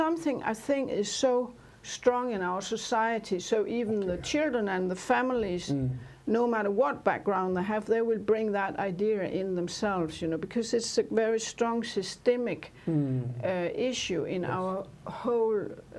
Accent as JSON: {"language": "English", "region": "Central Denmark Region", "country": "Denmark", "second_language": "English", "said": "I'm a really from Jutland, yeah. Not from Copenhagen."}